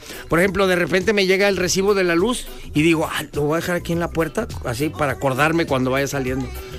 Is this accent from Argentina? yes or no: no; Mexico